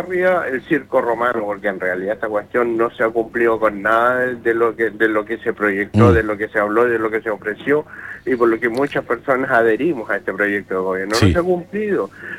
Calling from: Chile; antes que la política, somos chilenos

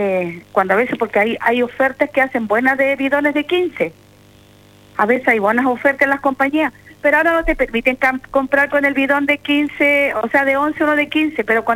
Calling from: Chile; somos chilenos

